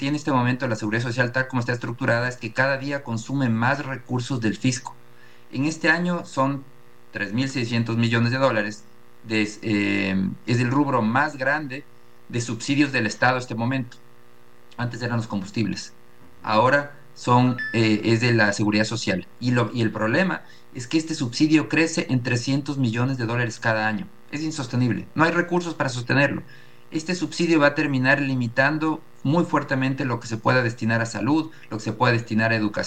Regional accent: Ecuador; somos todos los ecuatorianos

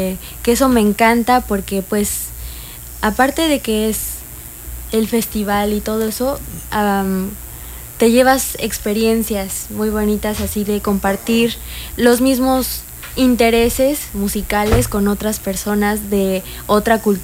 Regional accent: Mexico

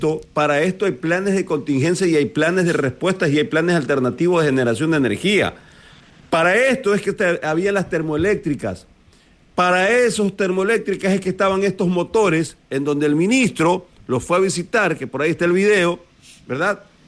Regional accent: Ecuador; nosotros nos olvidemos como ecuatorianos

